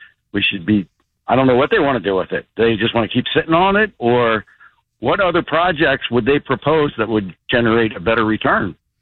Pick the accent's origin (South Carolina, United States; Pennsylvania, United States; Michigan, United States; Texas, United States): Pennsylvania, United States; now in St. Petersburg, United States; I grew up outside of Philadelphia